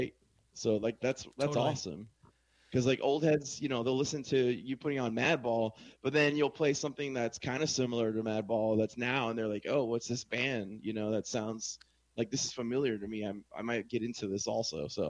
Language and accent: English; Miami, Florida, United States; I grew up in Miami.